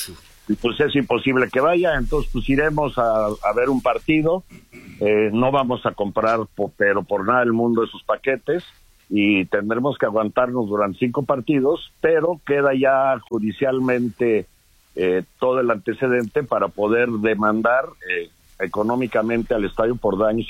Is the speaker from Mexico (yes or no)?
yes; Mexico